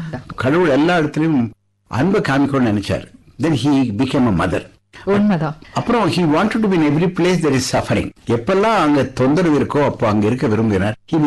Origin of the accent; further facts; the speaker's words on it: Tamil Nadu, India; எங்க ஊர் 500 கிராமம், இங்க இருந்து கோயம்புத்தூர்ல இருந்து ஒரு 30 கிலோமீட்டர்.